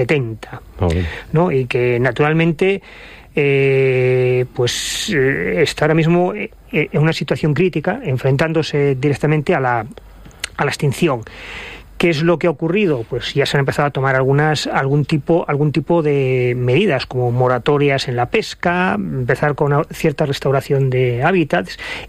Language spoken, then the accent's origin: Spanish; Gijón, Asturias, Spain; en Gijón, que es de donde soy, ¿no? En la zona de costa.